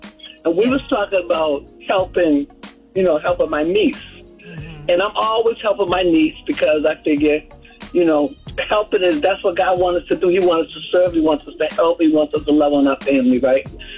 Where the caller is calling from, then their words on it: Charlotte, North Carolina, United States; I'm from North Carolina, Charlotte.